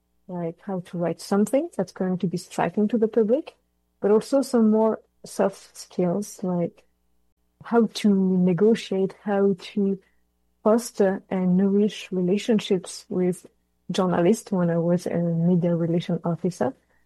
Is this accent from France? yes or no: yes; Normandy, France; English is a second language; moved away as an adult; also born or lived in Ottawa, Canada; now in Canada; I come from Normandy in France, and I've been surrounded my whole childhood and adulthood by Canadian flags and Quebecois flags because I've grown up in Juno Beach, so where the Canadian Army landed.